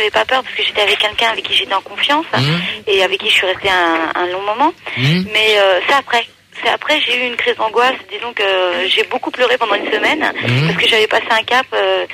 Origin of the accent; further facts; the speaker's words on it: Niagara, Ontario, Canada; Je suis de Niagara, donc.